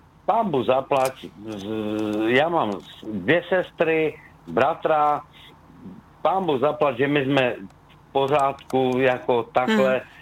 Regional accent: Skotnice, Moravian-Silesian Region, Czechia; Že jsem ze Skotnice

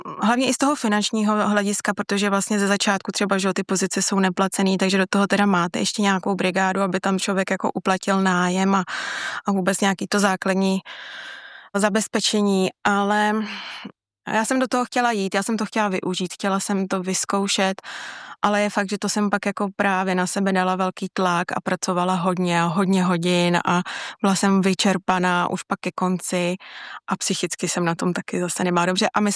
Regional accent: Bohemia, Czechia; protože u nás v Čechách by to třeba šlo, nebo bylo normální

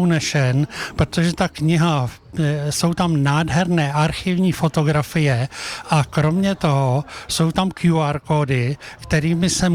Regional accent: Vilémov, Ústí nad Labem Region, Czechia; No je to Tanečnice v Mikulášovicích, v podstatě Vilémov, odkud pocházím, je zhruba 2 kilometry severně od Tanečnice

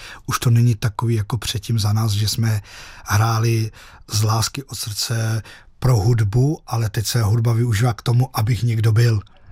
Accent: Plzeň Region, Czechia; jsem vyrůstal na Rokycansku

